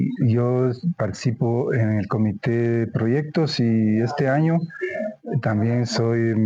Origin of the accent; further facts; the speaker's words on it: Guatemala; now in Canada; es que yo soy guatemalteco. Yo nací en Guatemala, emigré a Canadá hace ya muchos años